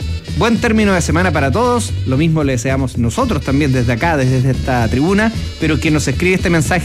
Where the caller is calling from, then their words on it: Ñuñoa, Santiago Metropolitan Region, Chile; Buenos días, Gracie Pancho. … de Ñuñoa.